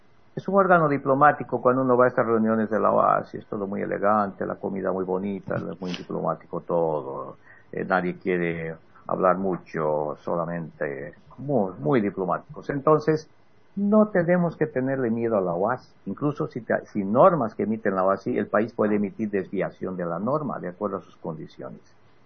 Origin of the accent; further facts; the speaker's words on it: Bolivia; Somos muy bolivianos en ese sentido.